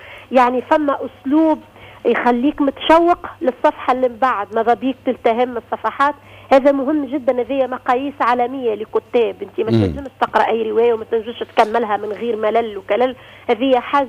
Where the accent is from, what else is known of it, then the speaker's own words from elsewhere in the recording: Tunisia; أنا كتونسية